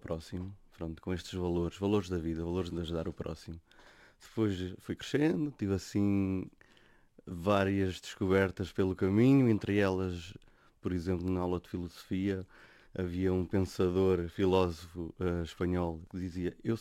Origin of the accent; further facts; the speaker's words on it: Coimbra, Centro, Portugal; eu sou de Coimbra. Tirei o curso em Coimbra